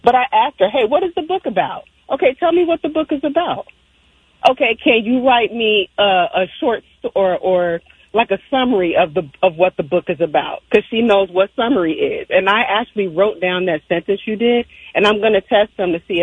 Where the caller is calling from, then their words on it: Anne Arundel County, Maryland, United States; I am in Anne Arundel County. I think this may be a little more, I'm not from Baltimore